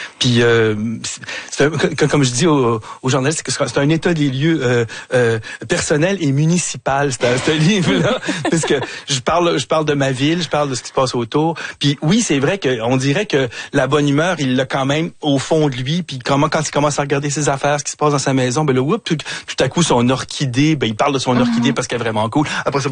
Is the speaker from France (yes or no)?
no; Montreal, Quebec, Canada; Je suis un vrai Montréalais né ici. J'ai jamais traversé les ponts, mais je suis presque, tu sais. Je suis toujours sur l'île.